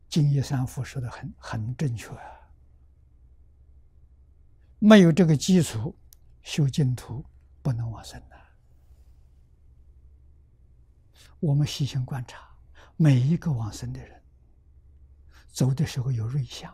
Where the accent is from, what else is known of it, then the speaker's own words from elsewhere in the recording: China; 我们中国人算虚岁，外国人算始祖年龄79岁。